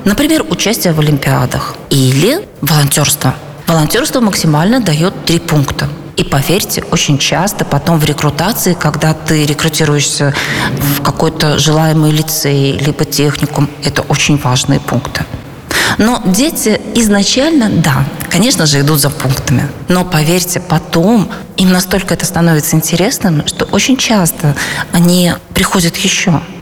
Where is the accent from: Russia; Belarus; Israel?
Belarus; moved away as an adult; мы белорусы, мы не можем жить в своей стране, мы вынуждены эмигрировать.